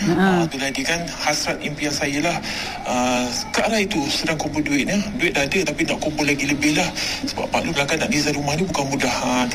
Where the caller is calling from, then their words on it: Petaling Jaya, Selangor, Malaysia; Ya, saya dari Kelani Jaya.